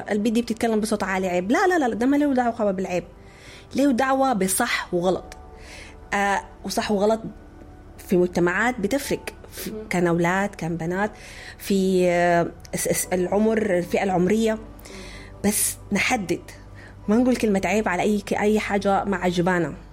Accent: Sudan; إحنا كأمهات كمجتمع سوداني

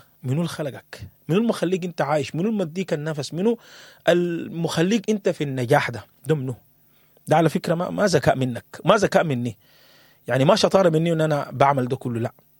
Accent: Sudan; انا وانت كسوداني

